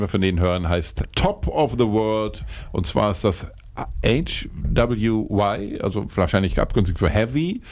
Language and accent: German; Lower Saxony, Germany; Wir sind sowohl Küste, also Norddeutschland, als auch bis runter nach Göttingen und kurz vor Kassel halt irgendwie ziemlich genau in der Mitte